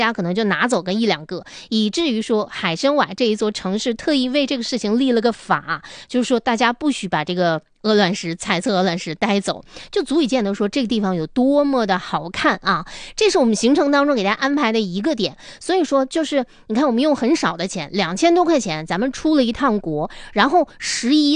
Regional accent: Northeast China, China; now in Harbin, China

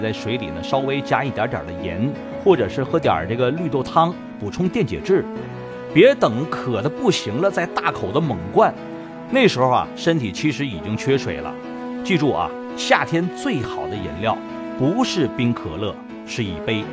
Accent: Northeast China, China; 那针对咱们东北人的体质和生活习惯呢，

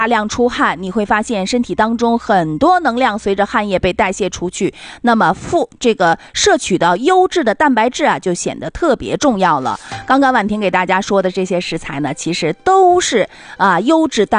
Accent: Northeast China, China; 我们东北人愿意吃凉拌菜哈

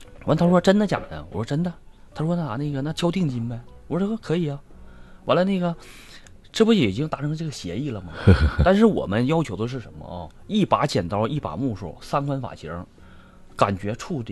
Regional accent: Northeast China, China

